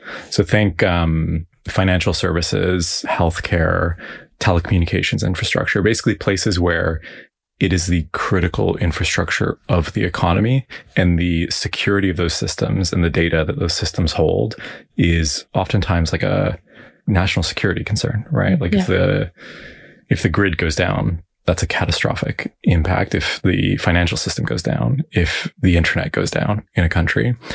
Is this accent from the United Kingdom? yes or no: no; Toronto, Ontario, Canada; born there; I was born in Toronto, but at 1 year old, my parents moved into a cabin in the woods that my dad had built.